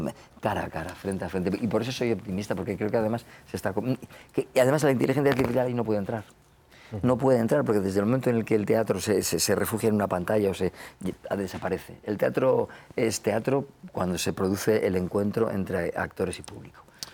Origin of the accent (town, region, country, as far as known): Logroño, La Rioja, Spain